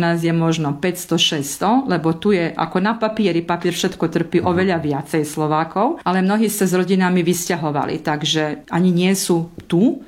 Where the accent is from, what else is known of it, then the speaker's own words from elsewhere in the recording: Croatia; Keď mňa pýtajú, že skadiel som, tak poviem, ja som z Chorvátska a všetci sa tešia, že vy ste z Chorvátska, vy ste pri mori.